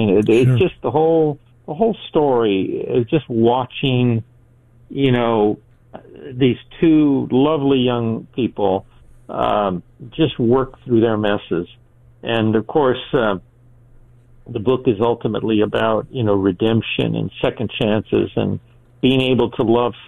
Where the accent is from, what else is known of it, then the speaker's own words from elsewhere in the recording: Los Angeles, California, United States; I was born in East L.A. To a working-class family.